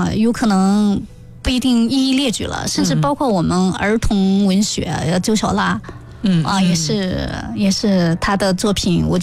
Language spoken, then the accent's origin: Chinese; Kashgar, Xinjiang, China; 像我们喀什好像还有一个什么地下迷宫什么的。